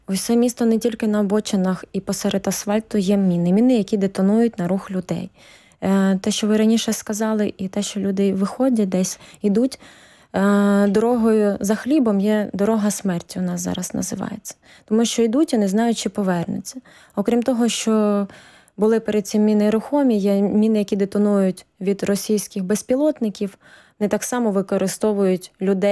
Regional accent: Oleshky, Kherson Oblast, Ukraine; moved away as an adult; Для мене це мій рідний дім. Дім, де я народилася, де я пішла в школу, де народилась моя дитина. Дім, який в мене забрали російські окупанти. Моє місто від першого дня повномасштабної війни в Україні є окупованим.

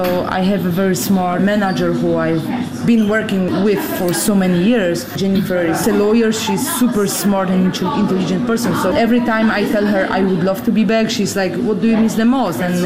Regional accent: Olsztyn, Warmian-Masurian Voivodeship, Poland; I'm from Olsztyn. They just opened the first pickleball court.

